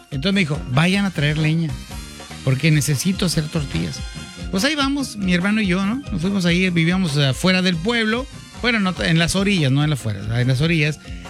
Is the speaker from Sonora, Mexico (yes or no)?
yes; Sonora, Mexico; Y yo soy de Sonora.